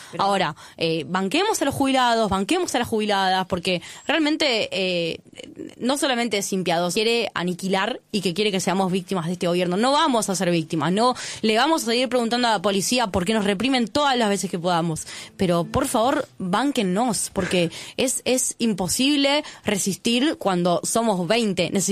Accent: Moreno, Buenos Aires Province, Argentina; me planteó una compañera de Moreno, yo soy de Moreno, una compañera de una agrupación política

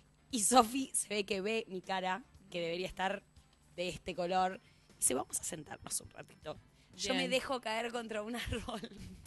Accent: Argentina; Y como yo soy argentina, brinqué lo más fuerte posible.

